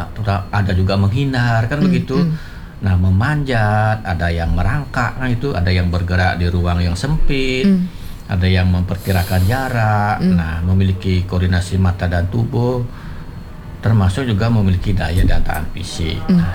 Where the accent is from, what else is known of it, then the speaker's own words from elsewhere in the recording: Bali, Indonesia; Kita orang Bali, kita memiliki warisan budaya yang tak benda